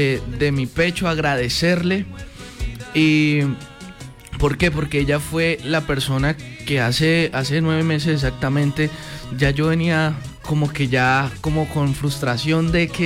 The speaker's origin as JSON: {"language": "Spanish", "region": "Huila", "country": "Colombia", "moved": "as an adult", "lives_now": "Medellín, Colombia", "said": "en mi tierra, yo me fui de acá del Huila hace 9 meses, me fui a vivir a Medellín"}